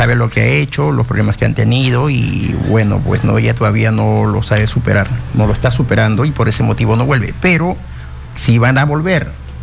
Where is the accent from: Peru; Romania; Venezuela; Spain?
Peru; Puno; Puno mismo